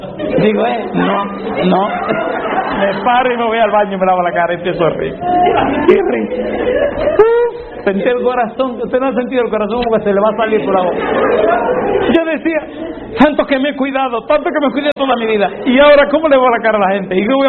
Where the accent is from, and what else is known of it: Ñaña, Lima, Peru